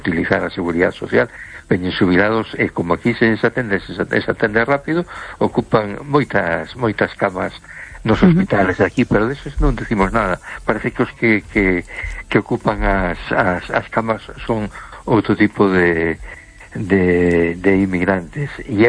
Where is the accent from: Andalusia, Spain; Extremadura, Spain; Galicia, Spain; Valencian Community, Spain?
Galicia, Spain; A Coruña; de Coruña. ¿Qué tal?